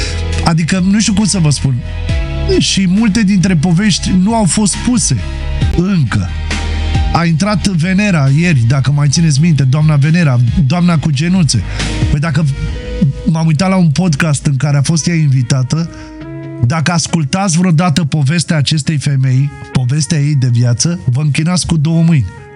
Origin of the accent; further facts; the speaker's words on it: Romania; Eu sunt român și sunt mândru de asta.